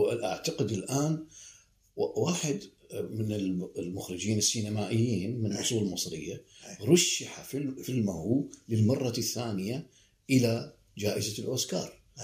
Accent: Iraq; now in Sweden; أنا أذهب كعراقي من أصل عراقي

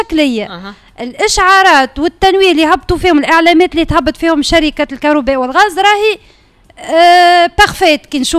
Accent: Tunisia; بلادنا تعدى بفترة استثنائية جدا،

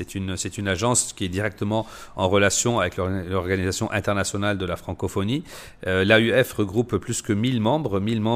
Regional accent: Lebanon; Et aujourd'hui, en tant que Libanais, être francophone est un grand atout, à côté de l'anglais et de l'arabe aussi.

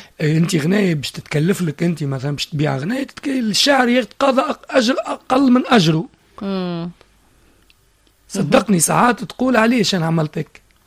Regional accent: Tunisia; وديما نحن عندنا في تونس برشا نكران وجحود لمحالة

